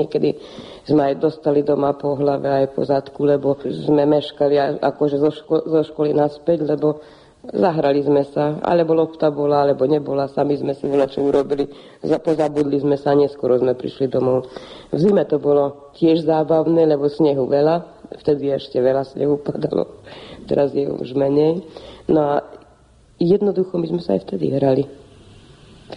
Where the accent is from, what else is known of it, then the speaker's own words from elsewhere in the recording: Kečuproň, Hungary; Áno, tak ja pochádzam z Kečuproňu a moji obidvaja rodičia sú Slováci